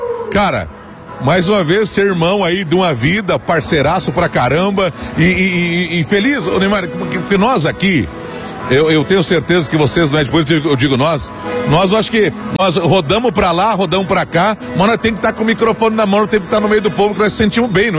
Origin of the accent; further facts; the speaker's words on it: Nova Friburgo, Rio de Janeiro, Brazil; Sou de Freiburgo. Então, não estou pegando aqui, né? Colaborador da Rádio Freiburgo lá.